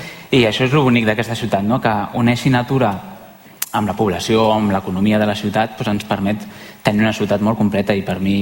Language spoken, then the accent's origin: Catalan; Sant Boi de Llobregat, Catalonia, Spain; jo soc de Sant Boi des de sempre. Jo vaig néixer aquí, des de petitó estava aquí.